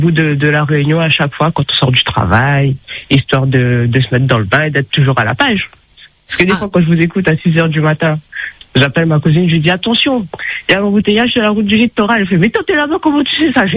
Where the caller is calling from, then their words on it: Guadeloupe; moi j'habite en Guadeloupe